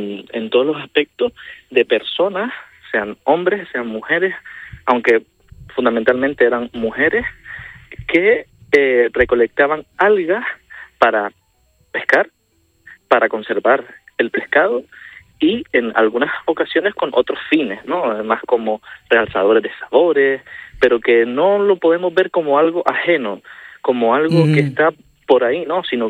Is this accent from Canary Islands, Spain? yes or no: yes; Ingenio, Canary Islands, Spain; born there; Pues yo nací en Gran Canaria, específicamente en el municipio de Ingenio.